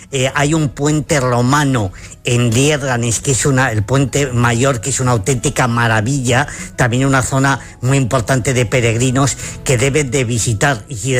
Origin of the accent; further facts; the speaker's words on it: Zamora, Castile and León, Spain; como soy de Zamora y soy muy chulo